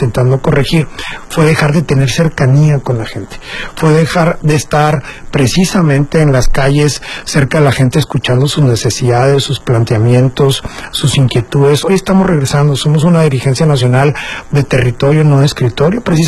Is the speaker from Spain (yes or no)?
no; Chihuahua, Mexico; llegamos hace un ratito, venimos directamente de Chihuahua, yo soy originario de allá